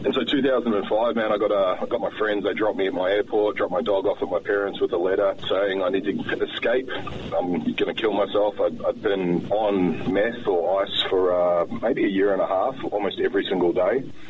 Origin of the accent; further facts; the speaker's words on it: Sydney, New South Wales, Australia; Look, I was born in Sydney, Australia. A bit of an unusual upbringing.